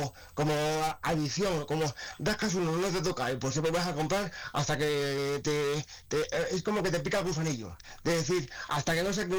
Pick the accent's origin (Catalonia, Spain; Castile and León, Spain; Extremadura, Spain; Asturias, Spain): Castile and León, Spain; Segovia province; Que como vengo de mi pueblo, pues estoy en casa.